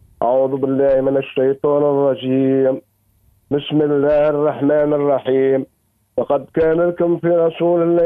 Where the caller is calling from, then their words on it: Kairouan, Kairouan Governorate, Tunisia; من قروان.